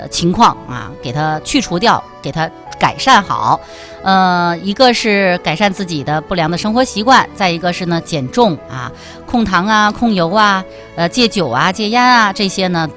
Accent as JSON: {"language": "Chinese", "region": "Northeast China", "country": "China", "said": "咱们东北这边四季分明"}